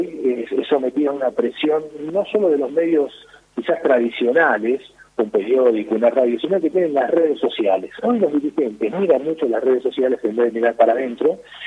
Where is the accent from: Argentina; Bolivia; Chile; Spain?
Argentina; nosotros, como argentinos